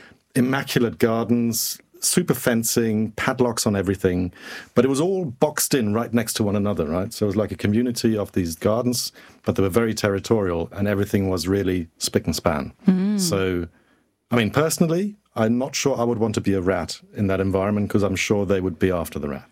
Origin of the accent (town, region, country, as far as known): Germany; born or raised there